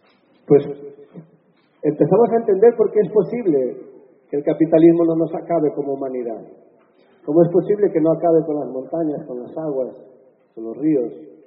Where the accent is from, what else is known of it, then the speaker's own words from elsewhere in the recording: Galicia, Spain; Lo sentimos mucho, somos gallegos.